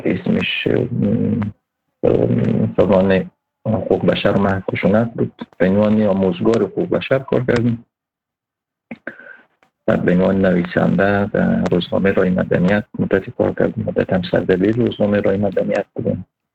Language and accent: Persian; Daykundi, Afghanistan; born there; moved away; also born or lived in Pakistan / Iran; من سال 1985 در ولایت دایکنډی افغانستان به دنیا آمدم و یک دوباره به خاطر جنگ های داخلی مهاجر شدم، مدتی در پاکستان و مدتی هم در ایران اینا مهاجر بودم.